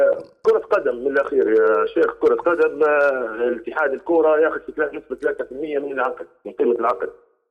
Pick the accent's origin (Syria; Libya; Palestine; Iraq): Libya; Tripoli, Tripoli District; أنا طبعا من طرابلس، كنت في طرابلس لكن نمشي يعني مصراتة مرة بعد شهر مرة شهرين